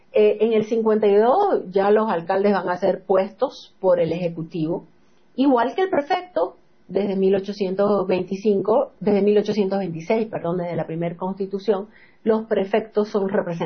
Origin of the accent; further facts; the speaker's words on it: Santa Cruz, Bolivia; los cruceños solo pensamos en mirarnos el ombligo